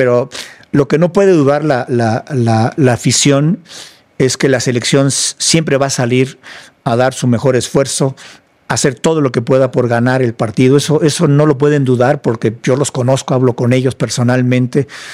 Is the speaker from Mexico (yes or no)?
yes; Mexico